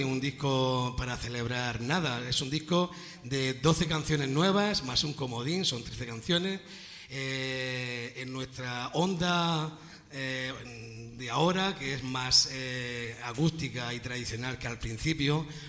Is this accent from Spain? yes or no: yes; Alhama de Murcia, Region of Murcia, Spain; Somos de Alhama de Murcia, del pie de Sierra Espuña, donde Malvariche toma el nombre.